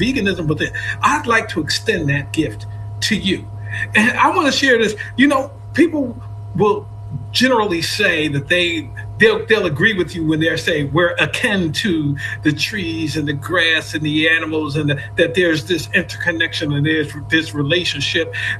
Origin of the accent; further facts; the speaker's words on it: United States; moved away; And I am also from the Black Bottom. We just simply called it the Bottom when I was coming up. But I am also a product of the Bottom.